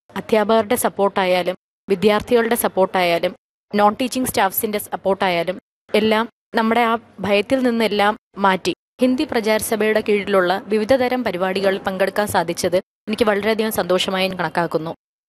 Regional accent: Thiruvananthapuram, Kerala, India; ഞാൻ തിരുവനന്തപുരം സ്വദേശിനിയാണ്.

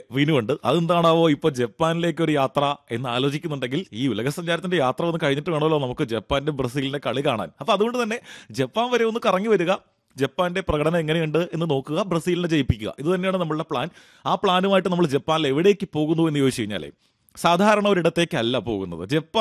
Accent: Kerala, India

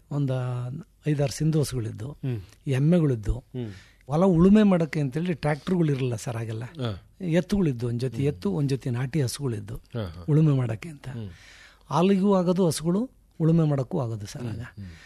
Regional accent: Arsikere, Hassan district, Karnataka, India; ನಮ್ಮ ಅರಸೀಕೆರೆ ಹಾಸನ್ ಸರೌಂಡಿಂಗರು ಜಾಸ್ತಿ ಸರ್, ಹಾಸನ್ ಜಿಲ್ಲೆಯವರು ಜಾಸ್ತಿ ಇದ್ವಿ.

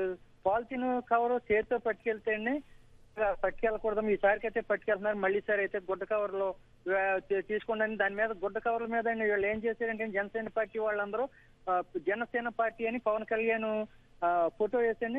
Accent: Andhra Pradesh, India; మాది ఆంధ్రప్రదేశ్ అండి.

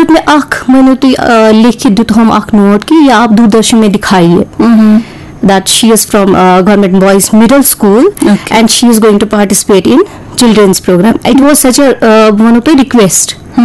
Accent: Jammu and Kashmir, India; born there; जी मेरी जो पैदाइश हुई है वो हुई है गुरगड़ी मोहल्ला जैना कदल में।

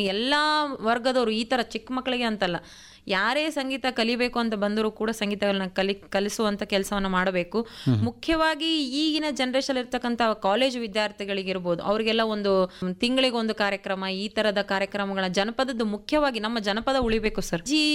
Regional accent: Raichur district, Karnataka, India; ನಾವು ರಾಯಚೂರು ಜಿಲ್ಲೆಯವರು ಯಾವುದಕ್ಕೂ ಕಡಿಮೆ ಇಲ್ಲ.

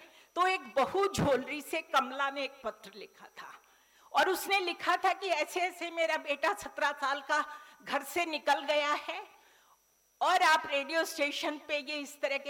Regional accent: Haryana, India; मैं एक ग्रामीण अंचल से हूँ, एक जाट परिवार से हूँ, सै और शै का अंतर ही नहीं पता था

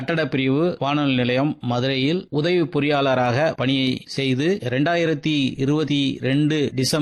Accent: Sivakasi, Tamil Nadu, India; also born or lived in A. Paraipatti, Madurai district; எனது பூர்வீகம் ஏ. பாறைப்பட்டி, மதுரை மாவட்டம். பிறந்தது சிவகாசிக்கு அருகில் உள்ள ஏ. துலுக்கவெட்டி என்ற கிராமம். அங்கே ஆரம்பகால பள்ளியை முடித்தேன். சிவகாசியில் +2 வரையிலும் முடித்துவிட்டு

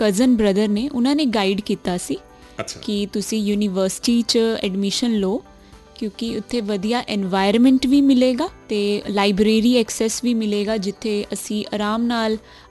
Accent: Rajpura, Punjab, India; also born or lived in Chandigarh; ਮੈਂ ਪਟਿਆਲਾ ਜ਼ਿਲ੍ਹੇ ਤੋਂ ਬਿਲੋਂਗ ਕਰਦੀ ਹਾਂ। ਰਾਜਪੁਰਾ ਸ਼ਹਿਰ ਦੇ ਨੇੜੇ ਪਿੰਡ ਮਦਨਪੁਰ, ਉੱਥੋਂ ਦੀ ਮੈਂ ਰਹਿਣ ਵਾਲੀ ਹਾਂ

